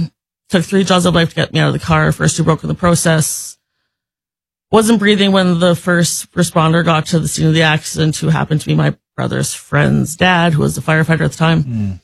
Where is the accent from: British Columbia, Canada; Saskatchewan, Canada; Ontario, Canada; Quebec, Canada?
Saskatchewan, Canada; Regina; That is correct. Spent 47 years here almost.